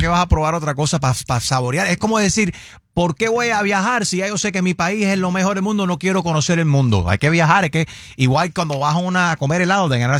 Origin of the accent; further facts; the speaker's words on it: Cuba; Los cubanos tienen, tenemos, y cubanoamericanos también